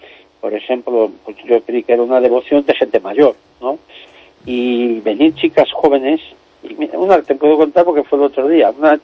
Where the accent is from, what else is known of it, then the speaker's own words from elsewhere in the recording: Santillana del Mar, Cantabria, Spain; moved away; Yo lo que te puedo decir, yo soy cántabro, he estado muchos años fuera.